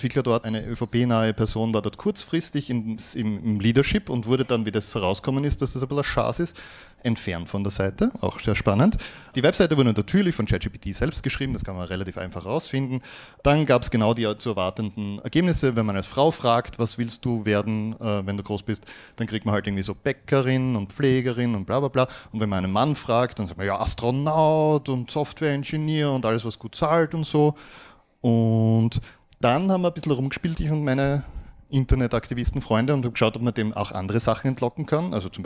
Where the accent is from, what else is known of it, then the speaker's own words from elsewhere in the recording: Graz, Styria, Austria; Ja, hallihallo … ich komme aus Graz.